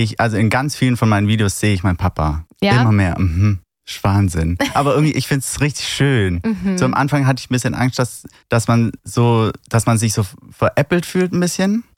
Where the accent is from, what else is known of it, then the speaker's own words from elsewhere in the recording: Baden-Württemberg, Germany; Also als Schwabe darfst du ja auch nichts wegschmeißen.